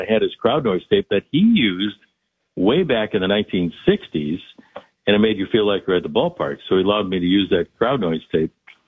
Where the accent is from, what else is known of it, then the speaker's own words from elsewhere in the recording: Chicago, Illinois, United States; my journey growing up in Chicago and playing in a sandlot behind my house, falling in love with baseball and broadcasting.